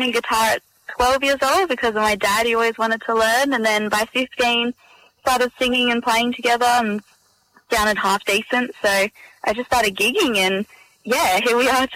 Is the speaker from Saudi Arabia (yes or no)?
no; Serpentine, Western Australia, Australia; Yeah, honestly, I've probably had the best childhood that a kid could ever ask for. My parents built there 30-something years ago.